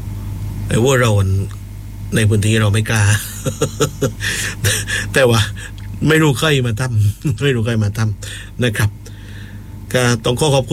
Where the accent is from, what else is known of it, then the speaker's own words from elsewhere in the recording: Phuket, Thailand; เราเป็นคนภูเก็ต